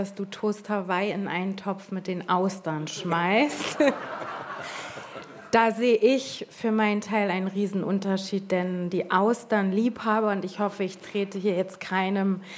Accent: Hamburg, Germany; Ich bin nicht Sylterin, ich bin Hamburgerin

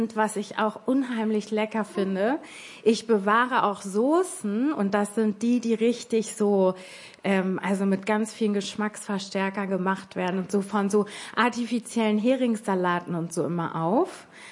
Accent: Hamburg, Germany; Ich bin nicht Sylterin, ich bin Hamburgerin.

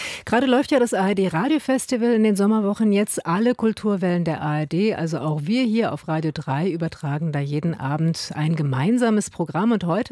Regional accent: Berlin, Germany; vielleicht ich bin Berlinerin.

